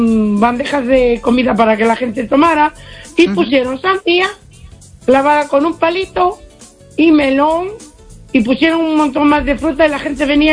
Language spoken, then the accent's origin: Spanish; A Coruña, Galicia, Spain; also born or lived in Uruguay; yo soy uruguaya, aunque me crié en La Coruña